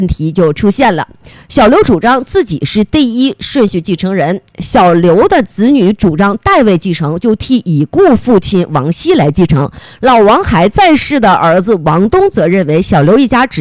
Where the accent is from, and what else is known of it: Northeast China, China